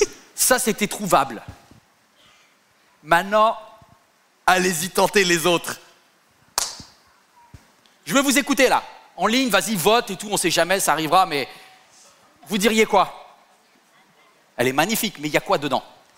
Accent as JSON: {"language": "French", "region": "Brittany", "country": "France", "said": "Normalement, je suis breton, c'est ce que mes parents m'ont dit."}